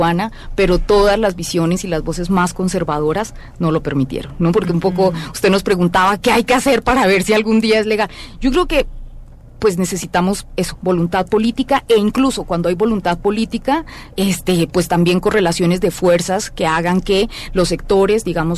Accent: Colombia; moved away; yo soy colombiana

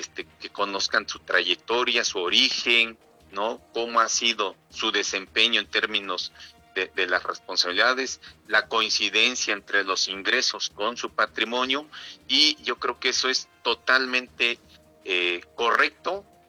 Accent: Mixteca, Mexico

